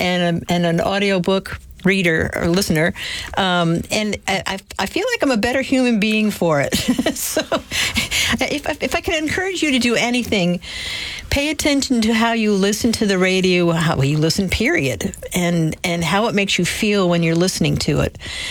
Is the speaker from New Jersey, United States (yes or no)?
yes; New Jersey, United States; moved away; I'm from Jersey, so when I listen to the news, I get very angry. You don't want a Jerseyite out there with anger issues.